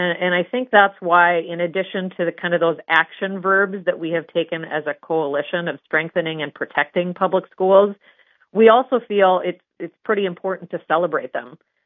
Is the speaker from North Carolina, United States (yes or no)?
no; Ray, North Dakota, United States; now in Bismarck, United States; So here in Bismarck or my hometown of Ray